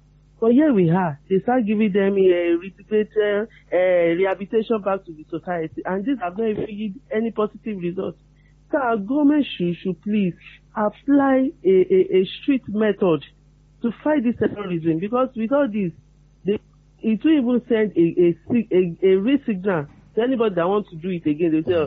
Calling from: Ibadan, Oyo, Nigeria; calling from Alakia.

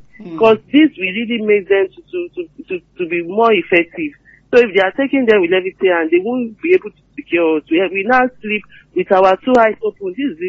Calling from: Ibadan, Oyo, Nigeria; calling from Alakia.

